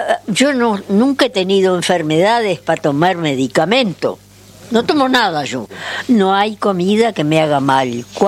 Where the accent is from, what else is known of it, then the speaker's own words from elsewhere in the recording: Rocha, Uruguay; born there; Nací en Siete Cerros, donde mi padre tenía campo allá. Y hoy estoy cumpliendo 106 años.